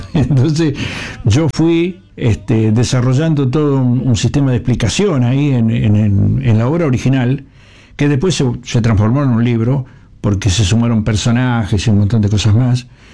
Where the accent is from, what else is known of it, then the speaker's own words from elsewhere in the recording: Villa Gobernador Gálvez, Santa Fe, Argentina; born there; hice como 20 años radio allá en mi pueblo